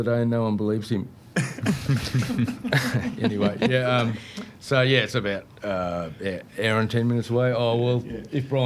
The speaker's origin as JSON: {"language": "English", "town": "Kyabram", "region": "Victoria", "country": "Australia", "tie": "born or raised there", "said": "I'm only an hour away. My hometown, Kyabram"}